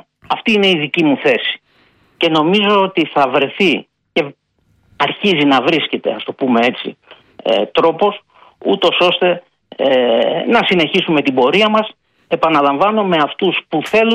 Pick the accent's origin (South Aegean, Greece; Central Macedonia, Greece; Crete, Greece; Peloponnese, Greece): Peloponnese, Greece; born there